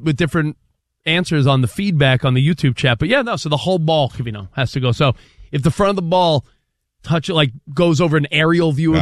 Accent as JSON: {"language": "English", "country": "United States", "said": "we pride ourselves in being like party Americans"}